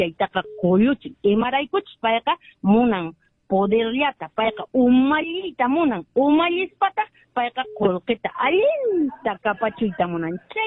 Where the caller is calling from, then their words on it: Puno, Peru; yo soy de Puno, entonces yo hablo perfectamente el quechua.